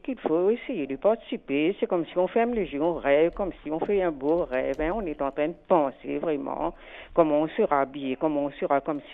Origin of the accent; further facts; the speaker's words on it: Mauritius; vont dire où nous sommes nés à l'île Maurice. Nous sommes tous des Mauriciens.